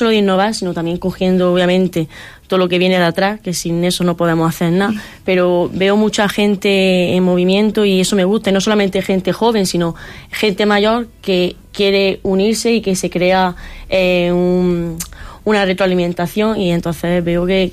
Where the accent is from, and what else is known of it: Baza, Andalusia, Spain; born or raised there